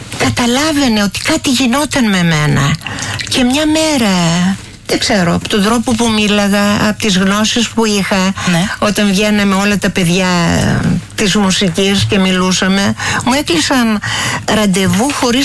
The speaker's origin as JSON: {"language": "Greek", "town": "Mytilene", "region": "North Aegean", "country": "Greece", "tie": "born there", "lives_now": "Athens, Greece", "said": "Γεννήθηκα στη Μυτιλίνη, στο πανέμορφο νησί, το δικό σου και το δικό μου, που το λατρεύουμε και οι δυο."}